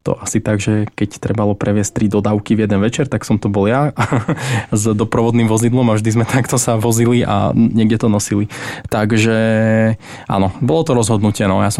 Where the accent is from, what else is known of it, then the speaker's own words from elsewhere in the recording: Michalovce, Košice Region, Slovakia; ja som z Michaloviec